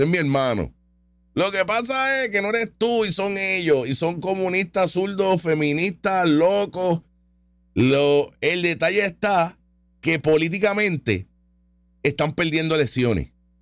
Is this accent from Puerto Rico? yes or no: yes; Puerto Rico; Al boricua lo tratan muy bien en todos sus países. Y tiene que ver porque somos americanos.